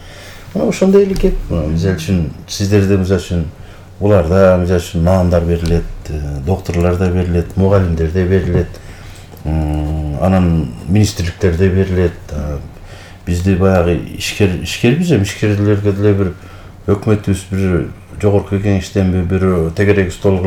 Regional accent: Urmaral, Talas Region, Kyrgyzstan; мен өзүм Таластан болом, Бакаят районунун Үрмарал деген айылданмын. Ошол Үрмарал деген айыл ошол чоң өзөн Семеновка кырчын дегендей. Ошол жерде төрөлүп өскөнбүз.

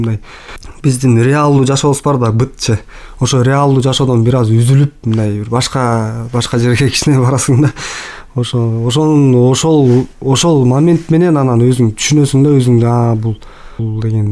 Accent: Bakamay, Issyk-Kul Region, Kyrgyzstan; Өзүм ошо Ысык Көлдөн болом, ошо көлдө Бакамай айылында ошол жерде мектепте окуп

